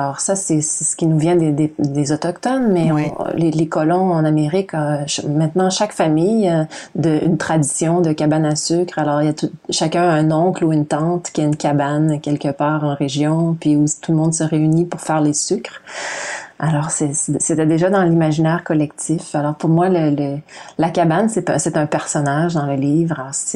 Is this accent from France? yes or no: no; Quebec, Canada; accent: Québécois; Moi, je le porte fièrement, le français québécois, là, même si j'ai un accent un peu bizarre, peut-être pour certains qui nous écoutent.